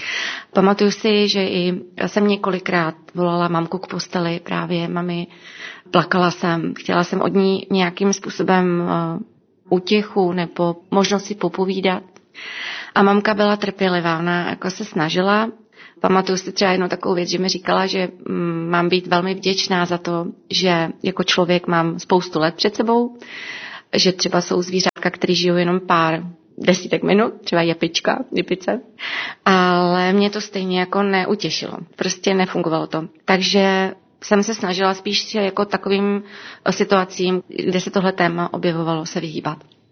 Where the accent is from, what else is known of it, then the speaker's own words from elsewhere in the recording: Duchcov, Ústí nad Labem Region, Czechia; blízko města, kde bydlím, já jsem z Duchcova